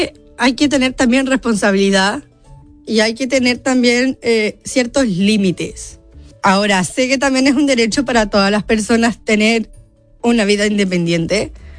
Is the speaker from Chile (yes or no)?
yes; Chile; moved away as an adult; now in Barcelona, Spain; yo soy chilena, nacida en Chile y estoy aquí en Barcelona casi 6 años, se podría decir. 5 años y medio.